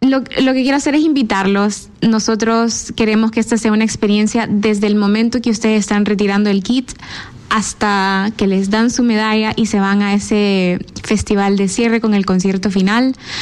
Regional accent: El Salvador; Yo soy de El Salvador, sí.

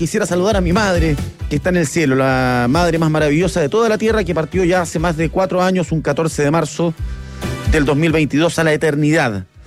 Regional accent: Valdivia, Los Ríos, Chile; soy un valdiviano y exalumno del Salesiano, vivo en Coyhaique. Compartimos esas dos partes, valdiviano y salesiano.

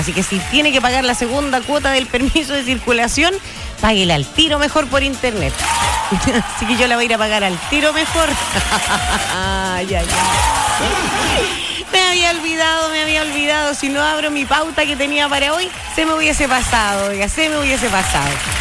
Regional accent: Chile

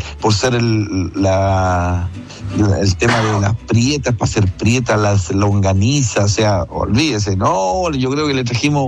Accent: Villa Alegre, Maule, Chile; now in Santiago, Chile; Y me vine de la zona de Villa Alegre a estudiar a Santiago.

